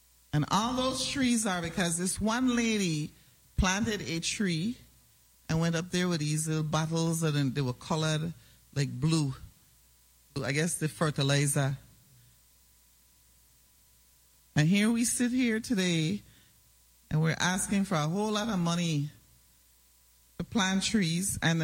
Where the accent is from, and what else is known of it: St. Croix, U.S. Virgin Islands; born there